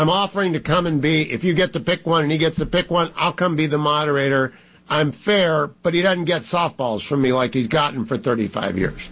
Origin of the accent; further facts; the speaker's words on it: Youngstown, Ohio, United States; Now, I am from the beating heart of Ohio, the land, Warren, Youngstown, Steel Valley